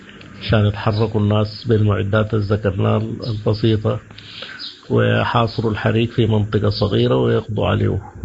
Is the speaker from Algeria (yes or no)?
no; Sudan; فدينا في السودان ما مسجل عندنا لحد الآن